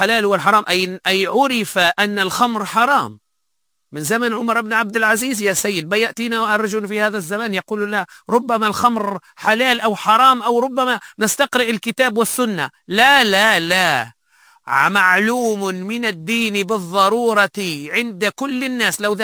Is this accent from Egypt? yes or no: no; Tunisia; حتى بعض المفتين عندنا في تونس